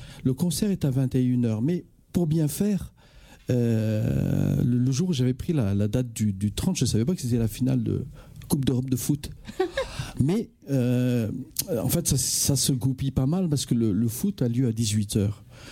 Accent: Madagascar; moved away; moi, je vais parler de mon pays d'origine, Madagascar

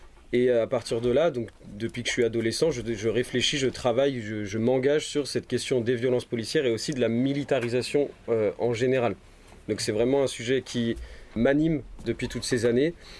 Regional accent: Nantes, Pays de la Loire, France; Parce que je suis nantais.

